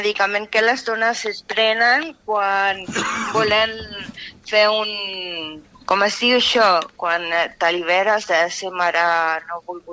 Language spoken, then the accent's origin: Spanish; Chile; Es que como soy chilena, a veces no me entiendo.